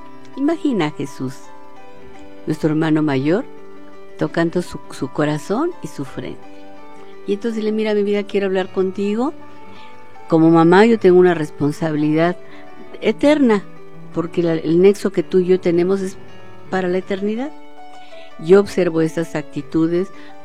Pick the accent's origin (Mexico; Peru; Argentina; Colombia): Mexico; volvamos a estar unidos como lo que somos, mexicanos.